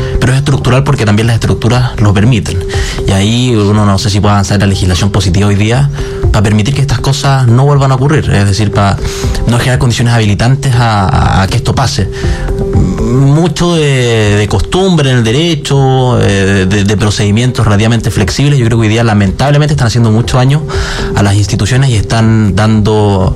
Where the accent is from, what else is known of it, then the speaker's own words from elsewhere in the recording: Araucanía, Chile; yo soy de la Araucanía